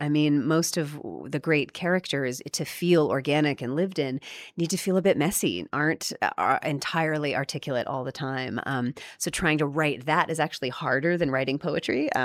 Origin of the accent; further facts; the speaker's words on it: Decatur, Georgia, United States; I grew up in Decatur, Georgia, which is right outside of Atlanta.